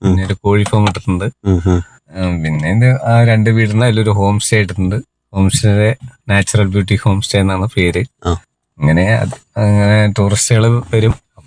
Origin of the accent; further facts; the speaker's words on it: Edachera, Kerala, India; ആ, ജനിച്ചു വളർന്ന ഇവിടുന്ന് ഒരു എടച്ചറ പറഞ്ഞ സ്ഥലത്താണ് ഞാന് ജനിച്ചത്.